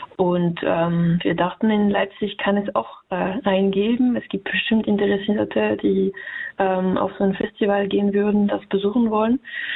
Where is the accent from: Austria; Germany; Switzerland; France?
France; born there; German is a second language; moved away; Ich komme ja aus Frankreich